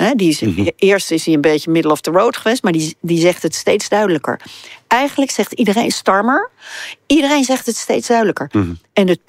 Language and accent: Dutch; Netherlands; Ik ben in Nederland opgegroeid.